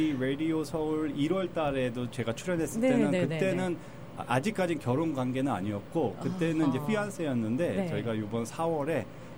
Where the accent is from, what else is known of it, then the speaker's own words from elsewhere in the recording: Los Angeles, California, United States; 제가 미국에서 어린 유년 시절을 보냈을 때 부모님도 항상 코리안 프라이드를 알려주셨어요.